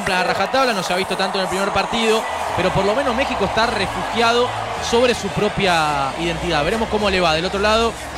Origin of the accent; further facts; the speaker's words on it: Argentina